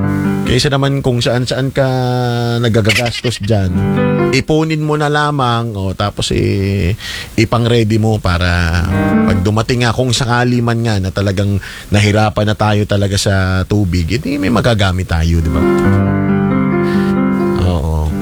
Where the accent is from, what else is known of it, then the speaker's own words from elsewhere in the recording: Quezon, Calabarzon, Philippines; now in Manila, Philippines; dati sa amin sa Quezon